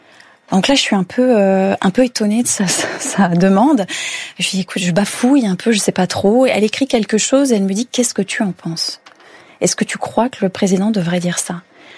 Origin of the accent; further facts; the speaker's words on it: France; now in United States; Il me pose plein de questions, il voit que je suis française, ça fait combien de temps que vous êtes là, ainsi de suite.